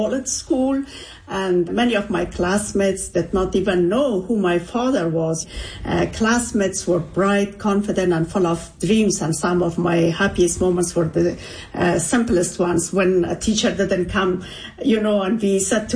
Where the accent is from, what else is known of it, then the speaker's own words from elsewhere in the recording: Kabul, Afghanistan; I was born in Kabul city and I lived in different parts of the city, mainly in Sharanao and also in Makroryan later.